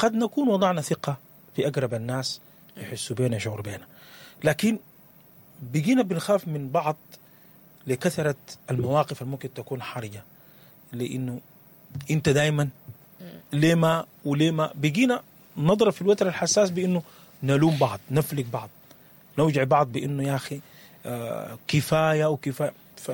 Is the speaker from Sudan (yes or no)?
yes; Sudan; احنا محتاجين نتزن في شنو كسودانيين